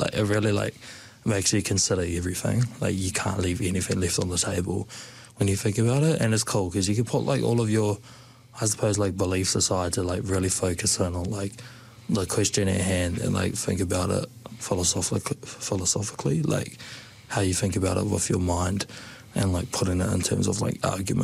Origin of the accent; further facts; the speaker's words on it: Hastings, Hawke's Bay, New Zealand; moved away as an adult; now in Dunedin, New Zealand; From Hawke's Bay, lived in Flaxmere Hastings for 15 years of my life, probably even more than that. Grounded on Hawke's Bay, which is like a small community region on the east coast of New Zealand.